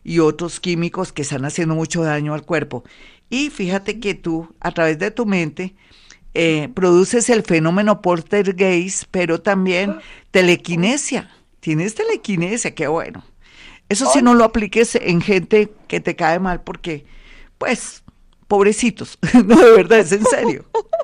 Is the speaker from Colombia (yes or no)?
yes; Colombia; aquí uno como colombiano nace con una energía tan poderosa y tan linda